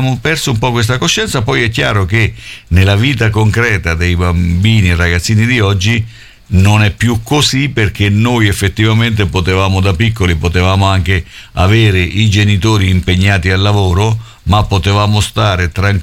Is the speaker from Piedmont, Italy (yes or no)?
no; Macerata, Marche, Italy; io da bambino stavo a Macerata, in un quartiere, insomma, quindi, effettivamente era come stare in un villaggio